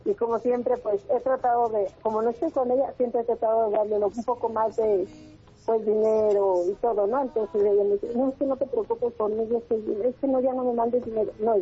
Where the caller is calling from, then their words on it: Mexico City, Mexico; De aquí, de Cuajimalpa.